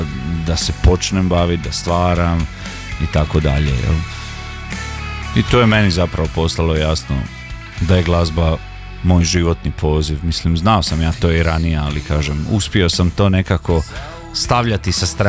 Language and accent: Croatian; Valpovo, Osijek-Baranja County, Croatia; oni su iz Županje, ja sam iz Valpova. Oba mjesta su, znaš, Slavonci smo